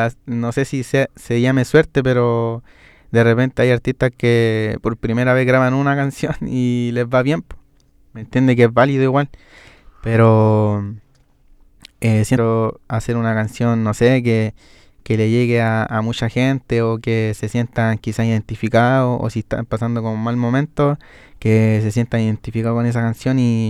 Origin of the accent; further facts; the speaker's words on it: Chile; si somos todos chilenos